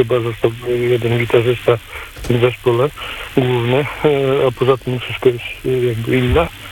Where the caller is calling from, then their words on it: Vienna, Austria; witam z Wiedna.